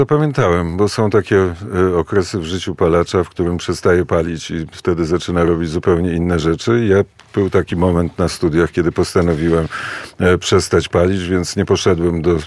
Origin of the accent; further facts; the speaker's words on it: Warsaw, Masovian Voivodeship, Poland; Urodziłem się w Warszawie. To jest drugie coś. Chodziłem do szkoły podstawowej w Warszawie.